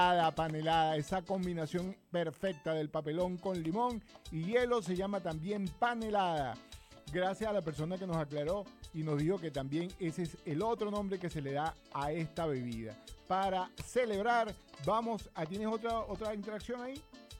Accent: Venezuela

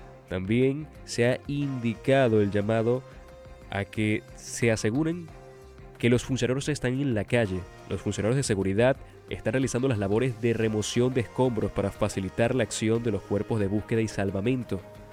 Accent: Venezuela; lo mejor que podemos hacer como venezolanos

